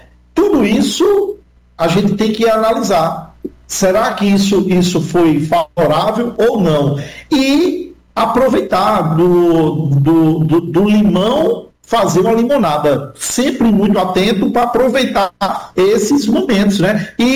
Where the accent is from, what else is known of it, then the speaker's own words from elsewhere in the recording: Northeast Region, Brazil; Então, todo nordestino tinha a figura de Eduardo Campos como uma pessoa nossa, de todos nós que somos do Norte e Nordeste.